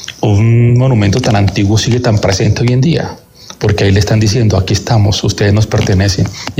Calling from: Chía, Cundinamarca, Colombia; Desde Chía, Cundinamarca, la ciudad de la luna.

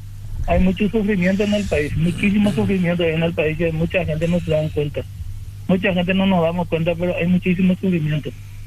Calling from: Paraguay; somos buenos los paraguayos

